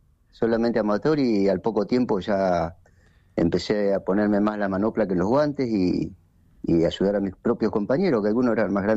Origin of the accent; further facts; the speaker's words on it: Pigüé, Buenos Aires Province, Argentina; now in Rawson, Argentina; decían porteño cuando recién llegué, entonces bueno, no me gustaba mucho y le dije que era Indio Pampa, porque soy de Pigüé, provincia de Buenos Aires.